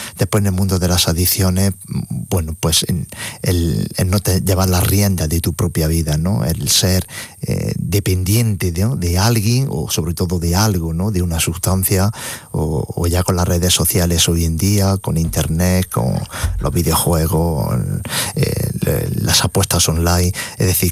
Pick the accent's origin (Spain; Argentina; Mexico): Spain; Granada, Andalusia; Canciones también de granadino y de Granada, de mi tierra y también castellano.